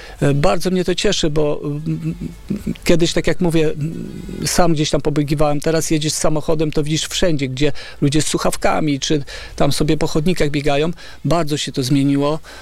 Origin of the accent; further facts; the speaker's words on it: Pomeranian Voivodeship, Poland; pochodzę z Kaszub i u nas tych pagórków było dosyć dużo